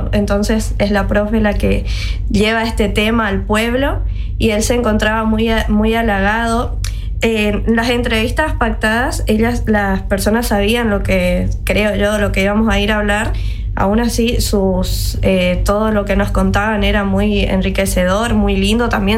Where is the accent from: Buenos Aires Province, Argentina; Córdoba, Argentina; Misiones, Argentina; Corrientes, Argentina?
Corrientes, Argentina; San Roque; yo soy del interior de Corrientes